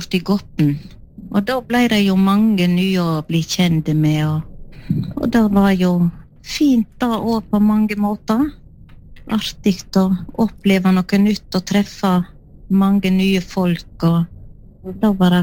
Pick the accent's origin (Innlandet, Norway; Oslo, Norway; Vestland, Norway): Vestland, Norway; Skjolden; moved away; Jeg vokste opp på Skjolden, på en plass som heter Elvetun, og foreldrene mine de drev inn et pensjonat